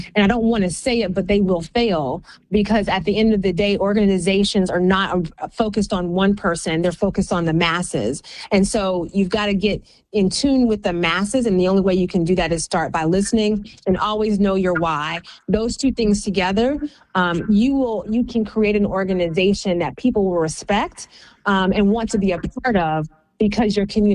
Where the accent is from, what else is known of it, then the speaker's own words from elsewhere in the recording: Athens, Georgia, United States; I grew up in the Black Baptist Church, you know, in my hometown of Athens, Georgia.